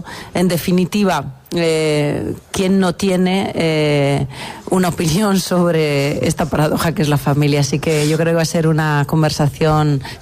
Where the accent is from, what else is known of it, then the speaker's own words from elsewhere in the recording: Navarre, Spain; moved away; me sale yo soy navarra, aunque efectivamente yo ya no vivo permanentemente en esta tierra